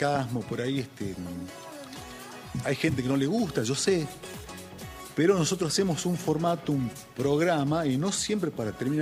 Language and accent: Spanish; Jujuy, Argentina; born there; como nací acá, sé lo que es el carnaval.